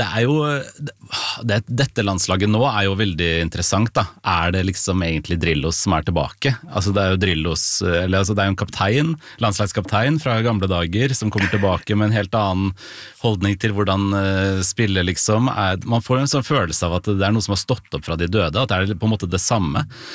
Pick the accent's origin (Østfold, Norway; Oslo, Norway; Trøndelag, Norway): Østfold, Norway; Fredrikstad; Jeg kommer jo fra Fredrikstad, så jeg er jo litt sånn, har en litt skjevhet her også.